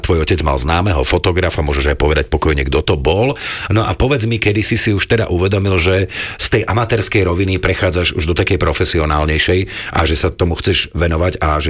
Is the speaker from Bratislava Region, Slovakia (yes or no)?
yes; Bratislava, Bratislava Region, Slovakia; Lebo ja som z Petržalky práve z toho konca a keď som v Rači a pozerám na tú trojku, tak si hovorím, teba čaká ešte dlhá cesta.